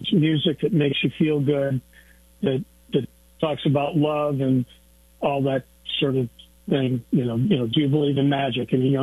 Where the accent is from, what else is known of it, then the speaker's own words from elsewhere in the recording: Madison, Wisconsin, United States; I grew up in Madison. It's not where I was born, but I consider that to be one of my two hometowns, and it's the hometown that I'm probably most proud